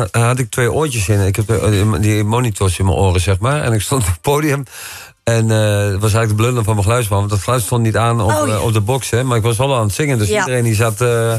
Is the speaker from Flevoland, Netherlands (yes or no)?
yes; Lelystad, Flevoland, Netherlands; also born or lived in Stadskanaal / Amsterdam; En ik ben opgegroeid in Lelystad. Een stukje Amsterdam. Maar ik ben gewoon geboren in Stadskanaal. Ik ben eigenlijk gewoon een jongen uit het noorden. Ik kom niet van het kamp.